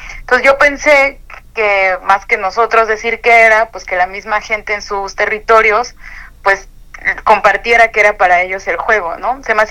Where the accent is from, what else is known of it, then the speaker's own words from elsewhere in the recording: Tuxpan, Mexico; en Tuxpan, que es de donde soy originaria